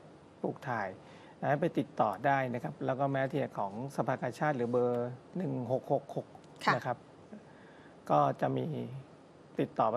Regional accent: Nakhon Si Thammarat, Thailand; ผมภูมิใจที่เป็นคนนครศรีธรรมราชได้เกิดมาอยู่ในบ้านครับ

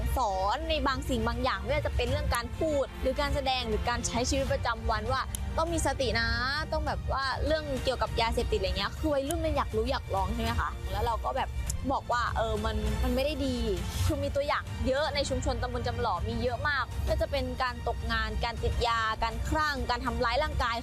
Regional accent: Champa Lo, Ang Thong, Thailand; เริ่มที่จำปาหล่อค่ะจังหวัดอ่างทองเป็นบ้านเกิดหนูเองค่ะ

